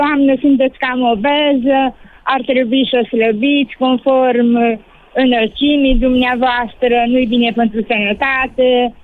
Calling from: Arad, Arad County, Romania; din Arad.

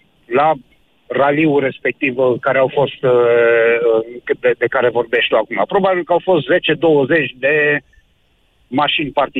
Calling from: Timiș County, Romania; eu sunt din Timiș

